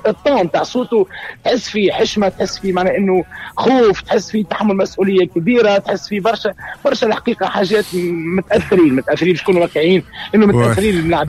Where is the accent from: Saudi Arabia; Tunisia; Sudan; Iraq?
Tunisia; رفيق ما احنا تونسي راهو ديما يتغشش من بعد ينسى كل شيء